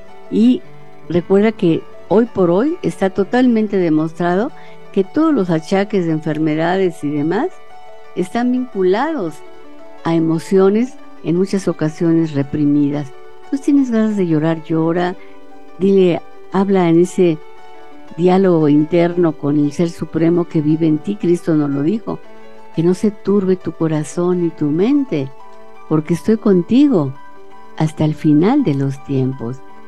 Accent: Mexico; nos identifican como mexicanos

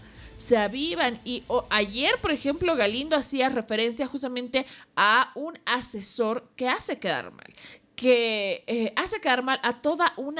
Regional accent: Bolivia; Pero como boliviana, también he sido afectada.

